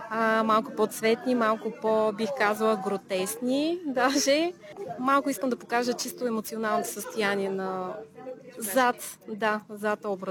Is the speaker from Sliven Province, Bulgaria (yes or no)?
yes; Sliven, Sliven Province, Bulgaria; now in Sofia, Bulgaria; По принцип живея в София, иначе съм от град Сливен.